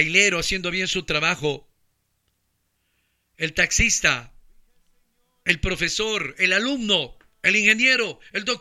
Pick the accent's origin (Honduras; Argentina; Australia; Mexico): Honduras